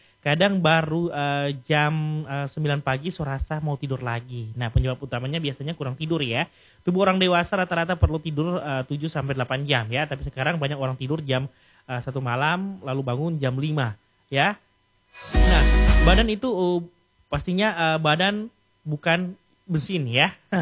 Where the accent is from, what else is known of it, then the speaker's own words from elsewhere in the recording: Sulawesi, Indonesia; Kita orang Sulawesi